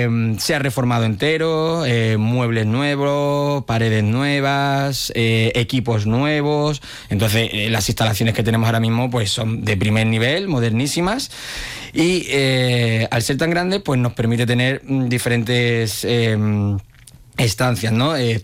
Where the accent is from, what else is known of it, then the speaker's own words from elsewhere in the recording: Huelva, Andalusia, Spain; Seguimos siendo los mismos onubenses, los mismos recreativistas de siempre